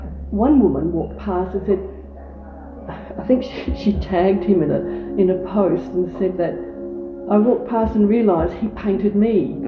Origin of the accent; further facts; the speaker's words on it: Greece; now in Australia; Australia is a multicultural country. We can't escape that. We're all immigrants. I'm an immigrant from Greece many years ago.